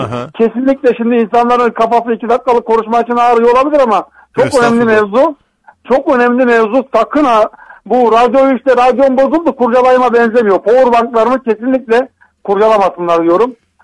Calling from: Mengen, Bolu, Turkey; Bu Mengen'den arıyorum sizi, Aşılar Diyarı'ndan.

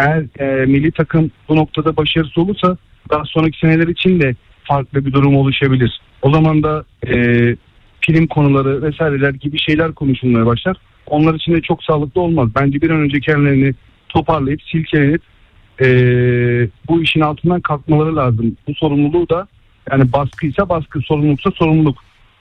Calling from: Istanbul, Turkey; İstanbul'dan arıyorum.

